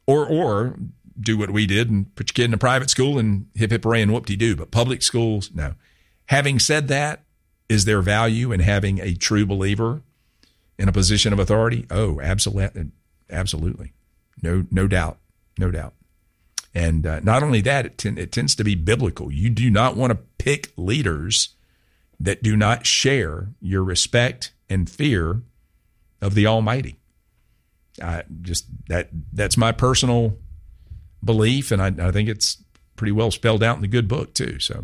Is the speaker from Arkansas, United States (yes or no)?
no; Augusta, Georgia, United States; I grew up in National Hills. Washington Road was right there.